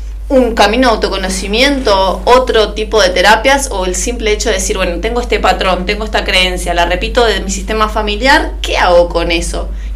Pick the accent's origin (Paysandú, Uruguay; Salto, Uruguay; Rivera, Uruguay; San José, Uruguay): Paysandú, Uruguay; moved away as an adult; Soy de Paysandú, soy sanducera. Vivo hace 6 años acá.